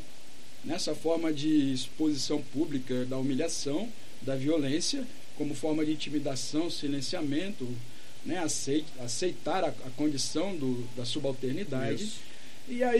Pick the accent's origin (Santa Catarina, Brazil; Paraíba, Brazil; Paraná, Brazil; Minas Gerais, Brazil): Minas Gerais, Brazil; Belo Horizonte; Belo Horizonte.